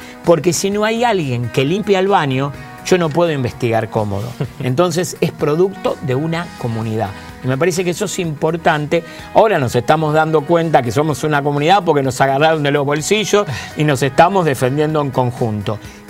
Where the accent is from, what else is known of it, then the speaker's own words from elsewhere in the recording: Argentina; yo estoy personalmente preocupado como ciudadano, como politólogo, como argentino, porque veo un enorme retroceso en esa pequeña y humilde democracia que habíamos podido construir.